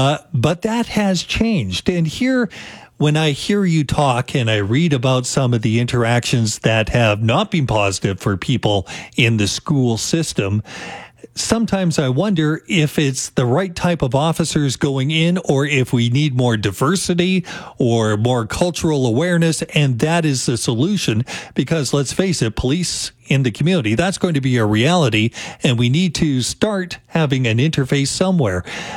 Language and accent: English; Delta, British Columbia, Canada; back in the 1970s, I grew up in Delta, in Tawasin, went to school there, public school